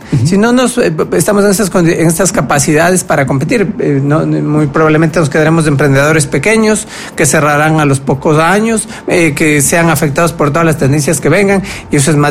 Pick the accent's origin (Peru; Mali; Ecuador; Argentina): Ecuador; nuestro rol como ecuatorianos